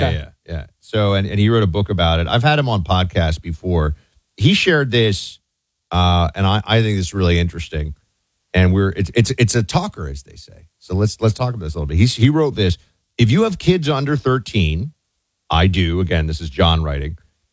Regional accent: New York City, New York, United States; So I didn't have this in my life because I grew up in New York City where kids were just taking the subway or taxis

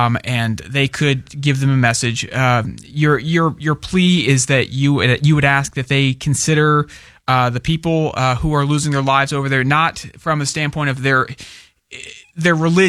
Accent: United States

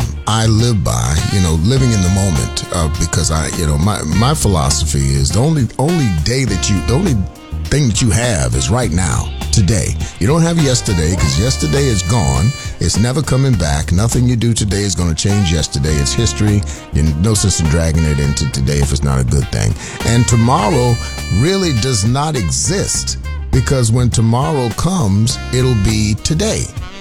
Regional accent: Savannah, Georgia, United States; Look, I'm from Savannah, Georgia. So, you know, we got water bugs, roaches, mosquitoes the size of flies.

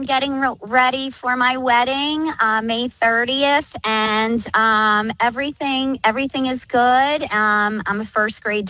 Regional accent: Downingtown, Pennsylvania, United States; I'm from Downingtown, Pennsylvania

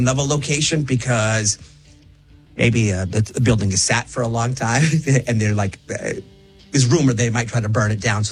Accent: Barrington, New Hampshire, United States; now in Somersworth, United States; because I grew up in Barrington. There's a lot of space between houses.

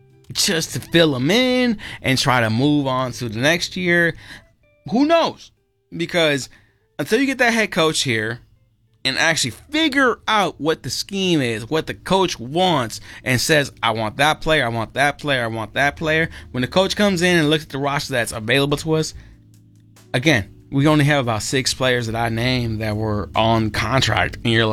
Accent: Chicago, Illinois, United States; I'm a Chicagoan, not a Philadelphian

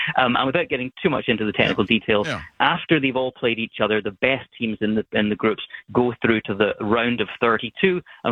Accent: Scotland, United Kingdom; now in England; I'm Scottish and I live in England

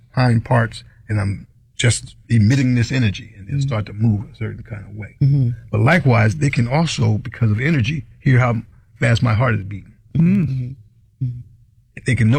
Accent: New York, United States; Well, you know, I had this dream coming up, growing up in New York in Hudson Valley

